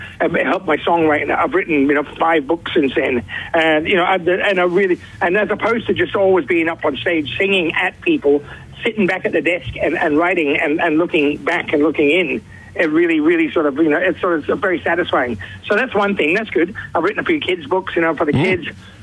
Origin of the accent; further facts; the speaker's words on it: South Australia, Australia; born there; also born or lived in Adelaide; that's practically my hometown. I've spent a lot of time, as a young lad, doing gigs up and down the river and on boats and all that sort of stuff as well.